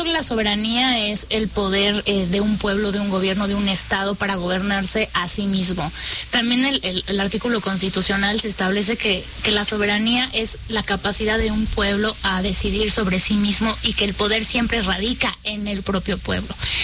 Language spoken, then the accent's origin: Spanish; Mexico